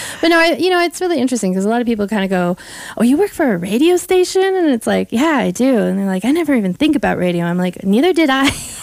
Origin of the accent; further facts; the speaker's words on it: Grand County, Colorado, United States; I'm actually from Grand County.